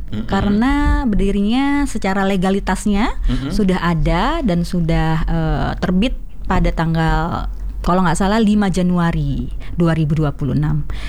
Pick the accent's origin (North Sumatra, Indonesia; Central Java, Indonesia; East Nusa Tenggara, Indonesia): North Sumatra, Indonesia; Medan; kampung halaman saya di Kota Sumatera Utara di Medan. Saya langsung ingat keluarga besar saya di Aceh.